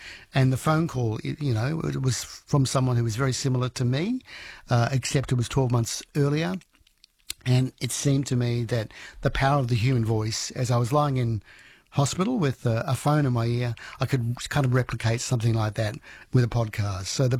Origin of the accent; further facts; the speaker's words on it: Lismore, New South Wales, Australia; I spoke to a young man only recently in my hometown of Lismore in northern New South Wales